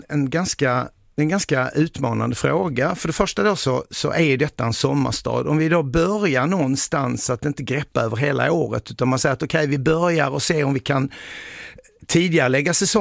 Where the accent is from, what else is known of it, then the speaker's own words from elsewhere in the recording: Skåne, Sweden; moved away; Jag är egentligen skåning från början.